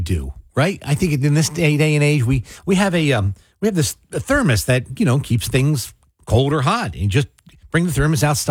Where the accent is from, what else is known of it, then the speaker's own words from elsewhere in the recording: Mays Landing, New Jersey, United States; Again, growing up in Mays Landing, in the time I did, you know, it was a small town and not much happened.